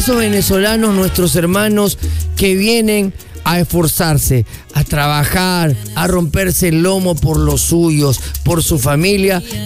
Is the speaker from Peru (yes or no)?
yes; Peru; Somos los peruanos.